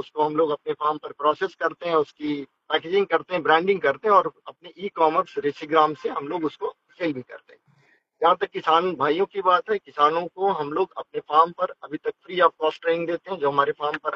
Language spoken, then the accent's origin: Hindi; Hajauna, Uttar Pradesh, India; मैं उत्तर प्रदेश के प्रतापगढ़ जनपद के हजौना गांव का निवासी हूं।